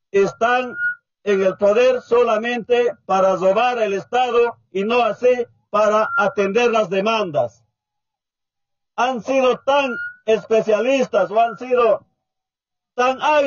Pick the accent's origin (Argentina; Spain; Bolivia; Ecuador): Bolivia; Nosotros, como bolivianos